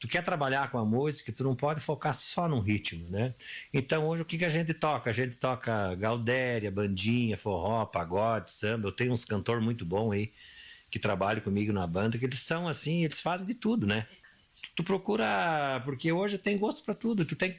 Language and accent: Portuguese; Soledade, Rio Grande do Sul, Brazil; Não, eu não sou de Soledade. Eu sou natural aqui do Pontão da Bonião, Santa Terezinha ali, né? Daí eu vim embora para cá com 13 anos de idade. Hoje sou um soledadense, né? Já faz anos que eu habito aí.